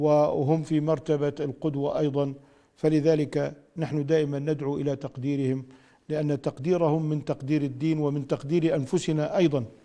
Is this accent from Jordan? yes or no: yes; Jordan; نحن عندنا بالأردن